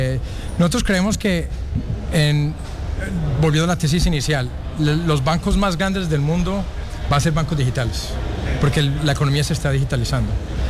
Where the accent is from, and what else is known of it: Colombia